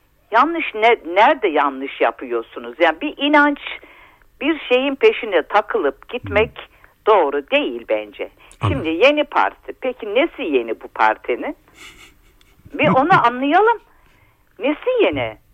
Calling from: Trabzon, Turkey; Ben Trabzon'dan.

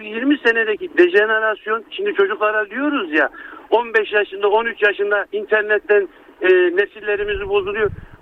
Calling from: Istanbul, Turkey; İstanbul'dan arıyorum.

